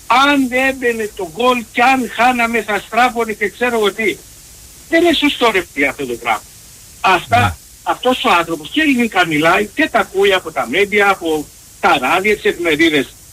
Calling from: Frankfurt, Hesse, Germany; Καλησπέρα. … από τη Φραγκφούρτη.

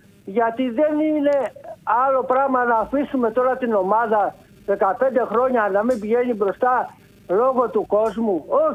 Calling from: Amaliada, Western Greece, Greece; είμαι από την Αμαλιάδα, με ακούς.

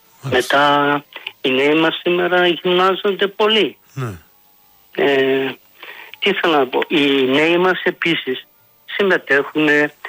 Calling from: Greece; εμείς οι Έλληνες

